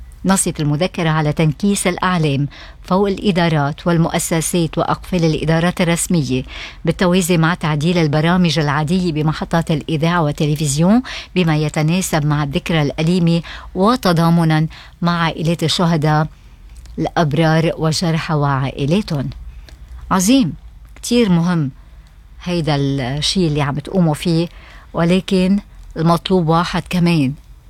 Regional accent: Lebanon; now in Australia; فترة الحرب الأهلية عنا بلبنان

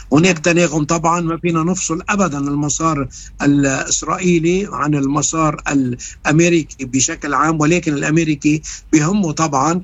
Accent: Lebanon; ما يعنيني أنا كلبناني

